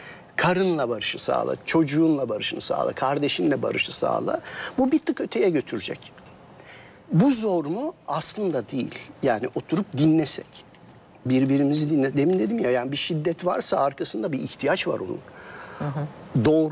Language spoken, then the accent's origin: Turkish; Izmit, Kocaeli, Turkey; Kimse kusura bakmasın, ben İzmitliyim, Sakarya'yla kavgalıyızdır biz.